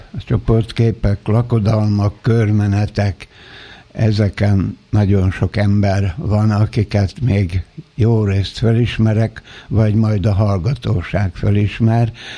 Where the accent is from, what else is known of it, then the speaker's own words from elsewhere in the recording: Budapest, Hungary; born there; az anyám már a eljövendő köröztapáméknál Budapesten várta a szülési időpillanatát, és így kórházba születtem 13. kerületben.